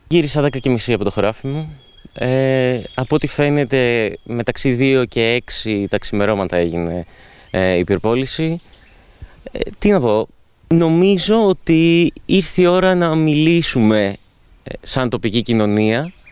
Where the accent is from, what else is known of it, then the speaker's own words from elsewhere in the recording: Lesbos, North Aegean, Greece; moved away; Θα μείνω εδώ γιατί εδώ είναι ο τόπος μου